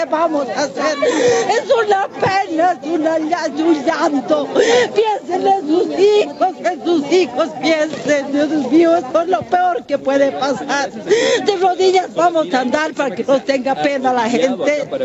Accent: Bolivia; Nuestra Bolivia es única. Todos somos bolivianos, todos somos hermanos.

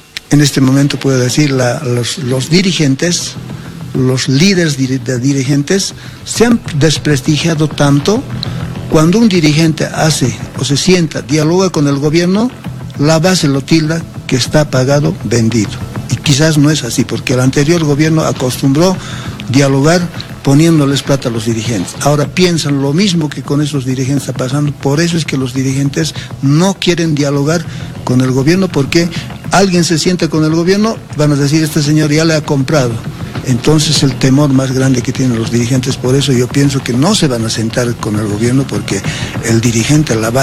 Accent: El Alto, La Paz, Bolivia; el Alto La Paz, yo soy del Alto La Paz

